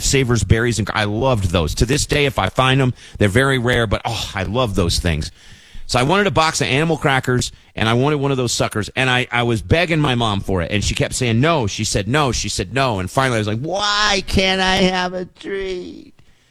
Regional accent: Wilmore, Kentucky, United States; And there's a grocery store in my hometown of Wilmore, owned by the wonderful Fitch family.

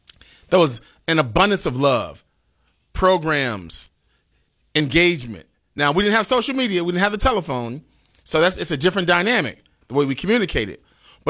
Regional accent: Chicago, Illinois, United States; Even when I grew up in Cabrini Green, I have a a gargantuous appreciation for people in my community growing up in the projects in a 19-story building

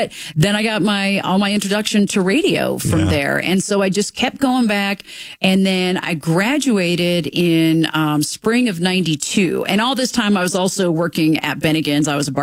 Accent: Broomfield, Colorado, United States; also born or lived in Denver; I grew up in Broomfield

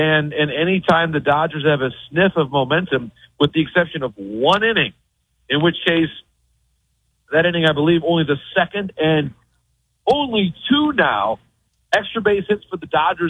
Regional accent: Midwest, United States; And I'm from the Midwest in a small town, Mike.

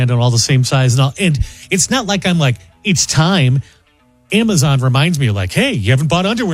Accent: St. Louis, Missouri, United States; St. Louis.

